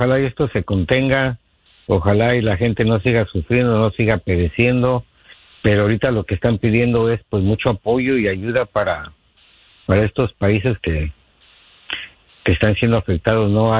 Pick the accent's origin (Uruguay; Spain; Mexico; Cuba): Mexico; como buen mexicano queremos que México gane el campeonato mundial.